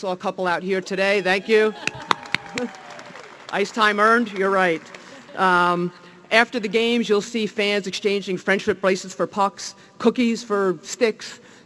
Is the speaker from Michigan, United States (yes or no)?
no; New Jersey, United States; you could tell from my accent probably, I'm from New Jersey